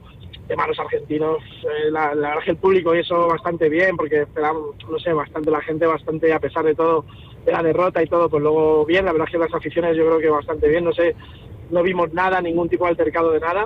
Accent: Spain

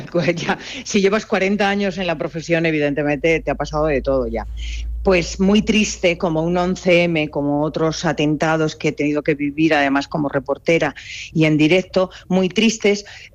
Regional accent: Puertollano, Castilla-La Mancha, Spain; Sí, soy de Puerto Llano. Tengo casa en Hinojosas de Calatrava.

